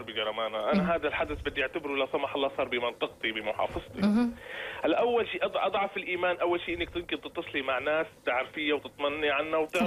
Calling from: Syria; نحن يمكن كسوريين

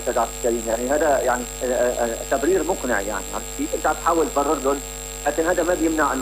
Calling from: Aleppo, Aleppo Governorate, Syria; من حلب، اخو المكفوفين.

